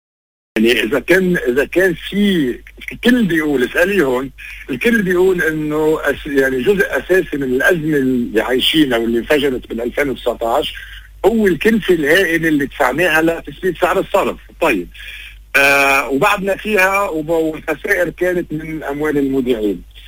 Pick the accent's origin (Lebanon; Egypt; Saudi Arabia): Lebanon; نحن اليوم كلبنانيين